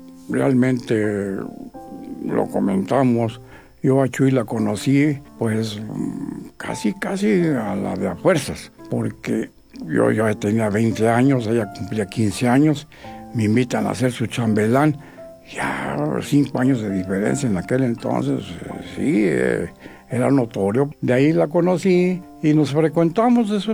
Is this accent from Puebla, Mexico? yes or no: no; Mexico City, Mexico; born there; now in Pachuca, Mexico; porque sin la I no soy yo. Yo nací en el Distrito Federal, hoy le dicen Ciudad de México, y ya tenemos aquí en Hidalgo, desde Tulancingo y Pachuca, 45 años viviendo aquí.